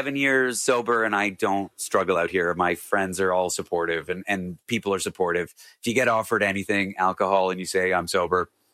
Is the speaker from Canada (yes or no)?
yes; Canada